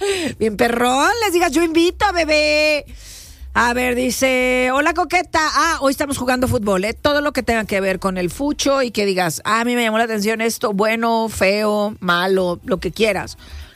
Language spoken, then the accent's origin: Spanish; Mexico; somos mexicanos